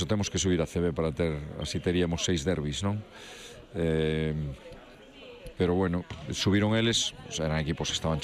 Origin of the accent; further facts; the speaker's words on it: Narón, Galicia, Spain; eu son de Narón, de Ferrolterra